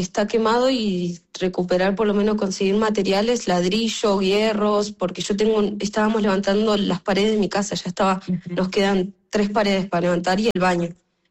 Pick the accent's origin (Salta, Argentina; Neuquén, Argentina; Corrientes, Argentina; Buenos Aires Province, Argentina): Corrientes, Argentina; now in Trelew, Argentina; Soy de Corrientes, pero vivo hace muchos años acá.